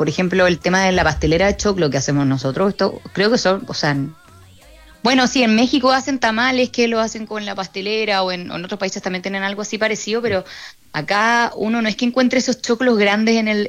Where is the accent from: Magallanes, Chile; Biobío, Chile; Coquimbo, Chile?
Coquimbo, Chile; La Serena; now in Santiago, Chile; Yo soy de La Serena, entonces o viajábamos a La Serena todos, nos encontramos allá, o los que estaban en La Serena viajaban a Santiago y nos encontramos allá